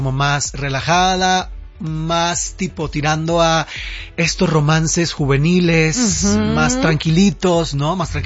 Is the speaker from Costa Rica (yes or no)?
yes; Costa Rica; moved away; Yo soy de Costa Rica, tuve que dejar mi país para venir a estudiar y para venir a dedicarme a lo que me gusta acá.